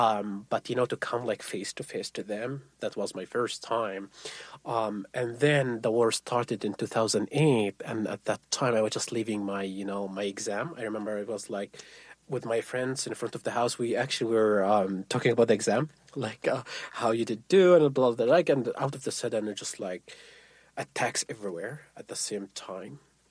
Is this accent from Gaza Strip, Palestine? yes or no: yes; Gaza, Gaza Strip, Palestine; moved away; I grew up in Gaza, and as you know, Gaza is not, it's not like any location in the world. It was a very tough life for me. I grew up in like a small house with my family in Gaza City. Most of the days we did not have electricity